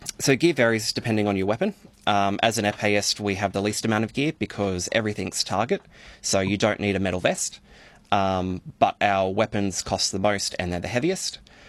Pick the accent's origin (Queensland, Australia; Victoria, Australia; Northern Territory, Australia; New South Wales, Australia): New South Wales, Australia; I started out at Penrith, because I grew up in the Hawkesbury, started out at Penrith